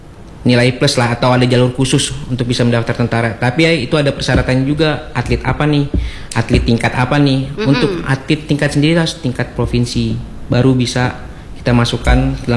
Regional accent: Lombok, West Nusa Tenggara, Indonesia; moved away; Kalau saya sendiri asalnya dari NTB, Nusa Tenggara Barat, dari Lombok.

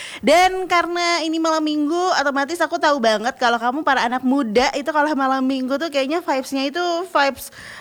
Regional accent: Bandung, West Java, Indonesia; born there; now in Jayapura, Indonesia; kayak mengingatkan aku sama kota kelahiranku yaitu Bandung.

